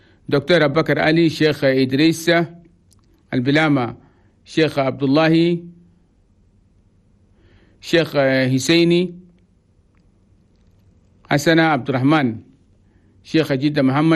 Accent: Chad; وخاصة في صباحنا بلدنا تشاد، نقول لكم مساء الخير من الإذاعة الوطنية

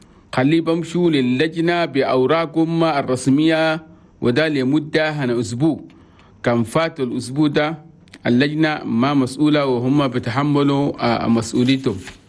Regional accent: Chad; احنا بلدنا تشاد بلد توماي

